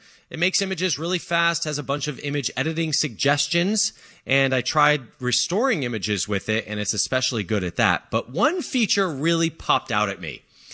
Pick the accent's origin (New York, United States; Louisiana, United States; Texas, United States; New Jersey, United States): New Jersey, United States; yes, I am from New Jersey, and I figured it would be a good idea to make the ultimate pilgrimage as a former New Jersey resident